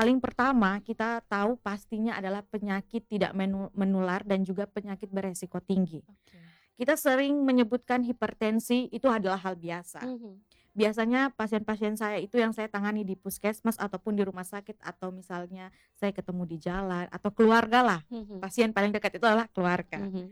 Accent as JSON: {"language": "Indonesian", "town": "Kupang", "region": "East Nusa Tenggara", "country": "Indonesia", "said": "kita sebagai orang Kupang ya, kita orang NTT lah, orang Kupang. Di sini saya kan juga orang Kupang nih, Kak."}